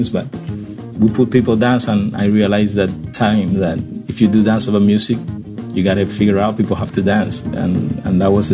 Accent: Pinar del Río, Cuba; This old guy asked me where I came from one day, and I was like, I came from Pinar del Rio, my hometown.

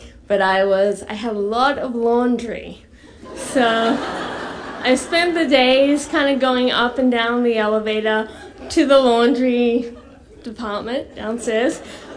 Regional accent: Australia; moved away; I'm Australian

